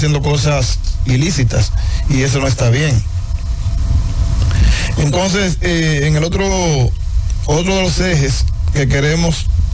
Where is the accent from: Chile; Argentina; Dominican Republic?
Dominican Republic; Santiago; y nosotros somos de Santiago, conseguimos los permisos